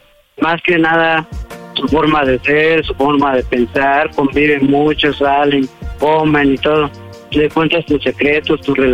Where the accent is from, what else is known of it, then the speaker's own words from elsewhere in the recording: Oaxaca, Mexico; Tengo 31 años y soy de Oaxaca.